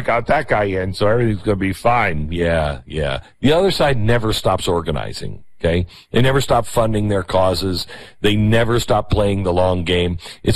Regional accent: United States; God, I'm glad I am American.

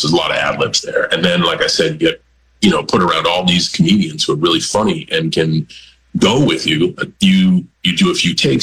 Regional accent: New England, United States; We're all from New England. And me, Mark Wahlberg, Matt Damon kind of share some weird similarities, not doppelgangers of each other, but we're all from there.

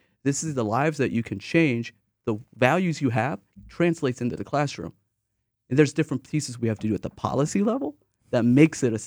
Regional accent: Illinois, United States; moved away as an adult; now in Milwaukee, United States; I'm from Illinois.

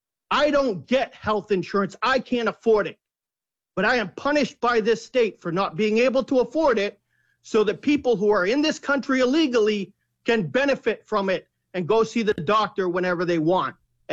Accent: Cape Cod, Massachusetts, United States; I'm born and raised on Cape Cod.

